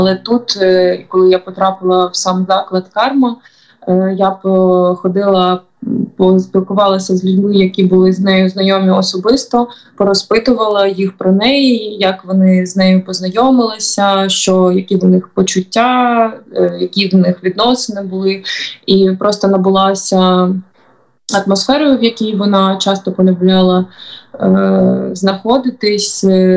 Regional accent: Zaporizhzhia, Zaporizhzhia Oblast, Ukraine; я також з Запоріжжя

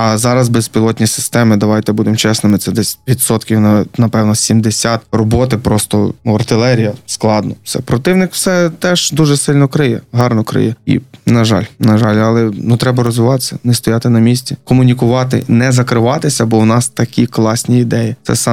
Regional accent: Volyn Oblast, Ukraine; Воно мені дуже схоже на мою рідну область Волинську.

